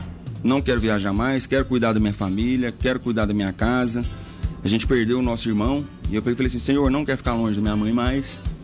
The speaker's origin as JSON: {"language": "Portuguese", "region": "Goiás", "country": "Brazil", "tie": "born or raised there", "moved": "as an adult", "lives_now": "Aparecida de Goiânia, Brazil", "said": "Cresci na região..."}